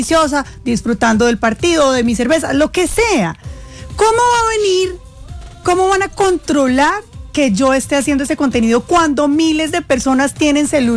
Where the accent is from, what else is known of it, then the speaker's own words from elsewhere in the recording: Manizales, Caldas, Colombia; Yo salí de Manizales Caldas